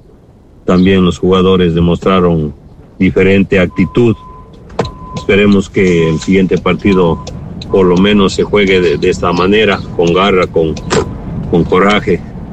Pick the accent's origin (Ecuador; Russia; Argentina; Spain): Ecuador; Feliz con el triunfo de Ecuador ayer, como ecuatoriano que soy.